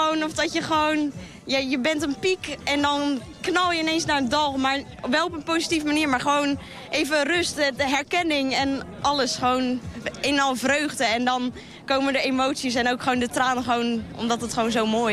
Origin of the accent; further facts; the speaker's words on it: Hoeksche Waard, South Holland, Netherlands; Nou, ik heb sowieso, ja, wij komen uit Hoekse Waard.